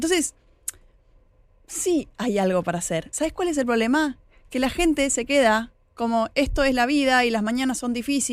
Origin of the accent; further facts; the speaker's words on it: Oberá, Misiones, Argentina; yo vengo de Oberá